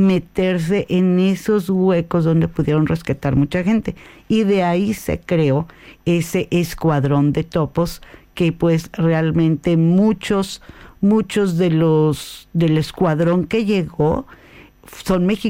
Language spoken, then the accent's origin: Spanish; Mexico; No, precisamente como mexicanos y como país que hemos vivido dos temblores bastante fuertes